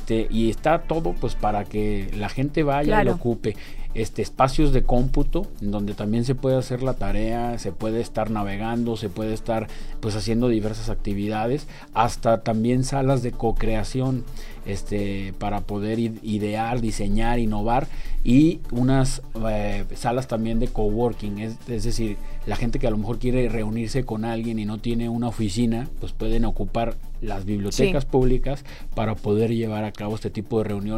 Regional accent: León, Guanajuato, Mexico; Que es lo que nos caracteriza como leoneses.

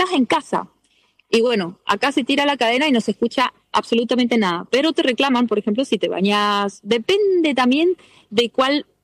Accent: Rapperswil, St. Gallen, Switzerland; A donde yo me crié, en Rapperswil, hay un club, hacemos el 25 de mayo, también hacemos una fiesta con un asado gigante.

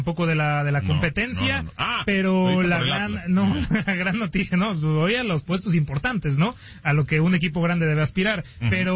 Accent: Guadalajara, Jalisco, Mexico; Yo soy de Guadalajara.

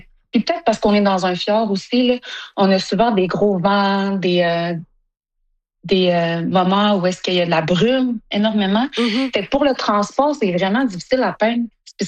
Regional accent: Sept-Îles, Quebec, Canada; moved away as an adult; now in Pangnirtung, Canada; moi, j'ai grandi à Sept-Îles parce que j'étais avec mon père. Puis ma mère, elle vient de Iqaluit. Puis j'ai déménagé là quand j'avais 19 ans.

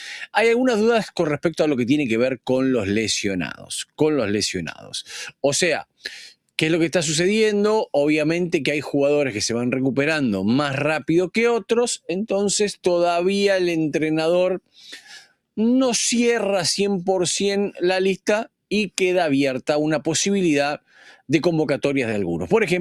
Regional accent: Argentina

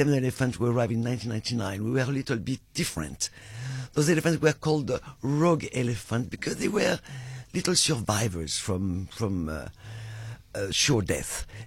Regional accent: France; moved away; I am French, yes. You can hear my accent.

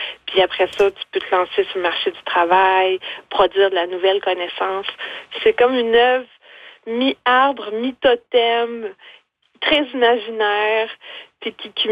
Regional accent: Rimouski, Quebec, Canada; born there; now in Saint-Narcisse-de-Rimouski, Canada

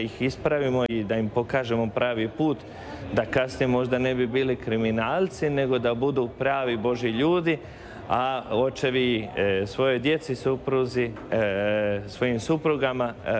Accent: Brankovići, Federation of Bosnia and Herzegovina, Bosnia & Herzegovina; poželio sam upravo doći i u moj rodni kraj, u Župu Luk Brankovići, na ovu svetkovinu Svetoga Ive Krstitelja.

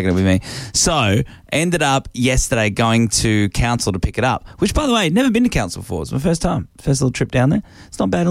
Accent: Australia; I'm Australian

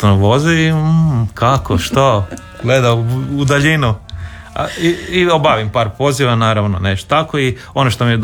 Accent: Zagreb, City of Zagreb, Croatia; U Zagrebu, da, djetinjstvo sam u Trnju na Savici

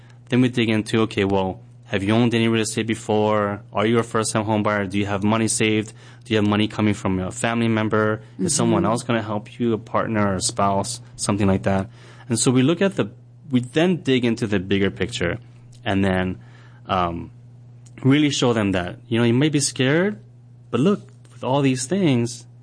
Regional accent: Kaneohe, Hawaii, United States; I grew up in Kaneohe. You know, we made our own way.

